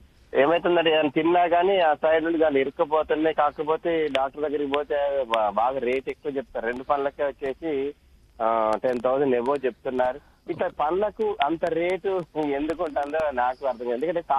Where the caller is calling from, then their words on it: Kothagudem, Telangana, India; మాది కొత్తగూడెం.